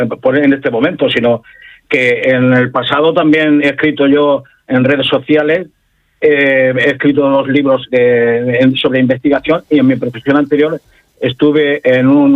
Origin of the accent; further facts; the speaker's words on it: Campos del Río, Region of Murcia, Spain; yo soy un enamorado de Campos del Río, no porque sea mi pueblo natal.